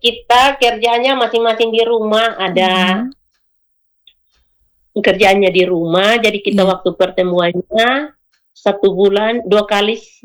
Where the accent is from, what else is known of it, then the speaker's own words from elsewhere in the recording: Amarasi, East Nusa Tenggara, Indonesia; Jadi itu adalah satu kebanggaan buat kami orang Amarati terlebih khususnya.